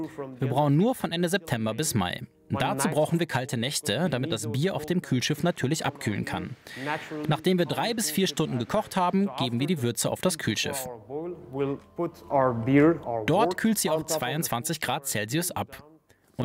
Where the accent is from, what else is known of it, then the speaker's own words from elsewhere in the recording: Brussels, Brussels-Capital Region, Belgium; Ich bin in Brüssel geboren und aufgewachsen.